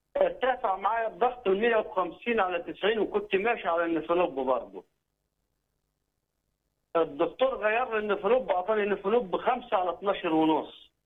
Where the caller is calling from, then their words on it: Minya, Minya Governorate, Egypt; يا دكتور من المنيا